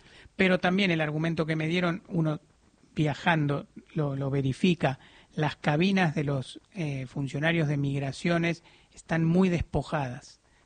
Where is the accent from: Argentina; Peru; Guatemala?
Argentina